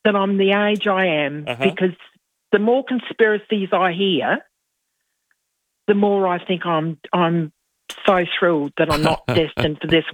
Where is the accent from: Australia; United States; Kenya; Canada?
Australia; Whyalla, South Australia; moved away as an adult; now in Adelaide, Australia; I'm originally from Whyalla